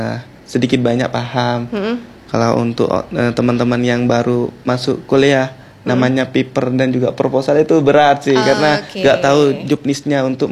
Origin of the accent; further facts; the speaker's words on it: Sampang, East Java, Indonesia; Kalau saya pribadi dari Sampang kan dekat, dari Sampang ke Surabaya kan seperti itu.